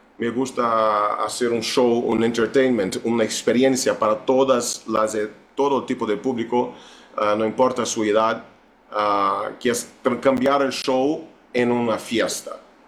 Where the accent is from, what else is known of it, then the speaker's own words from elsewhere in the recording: Salvador, Bahia, Brazil; Spanish is a second language; mi tierra natal, que es Salvador Bahía